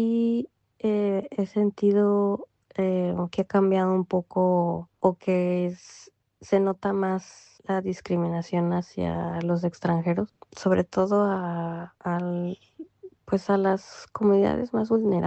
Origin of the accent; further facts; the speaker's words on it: Mexico; moved away as an adult; cuando les decía que era mexicana